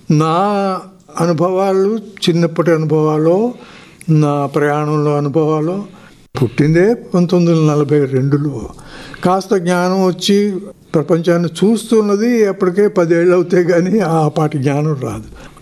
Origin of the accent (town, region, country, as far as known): Vizianagaram, Andhra Pradesh, India; born there